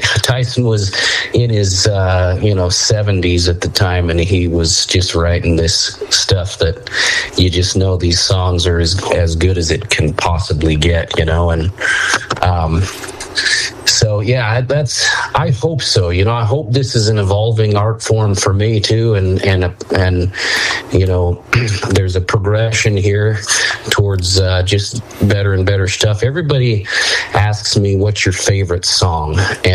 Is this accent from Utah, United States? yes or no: yes; Utah, United States; You know, growing up in Utah, if you grow up as a rural kid here in Utah, hunting is kind of the family vacation.